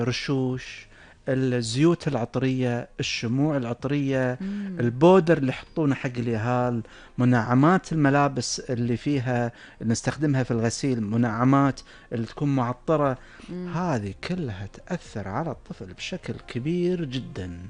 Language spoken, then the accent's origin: Arabic; Kuwait; احنا ترى عندنا طابع خاص بحياة الكويت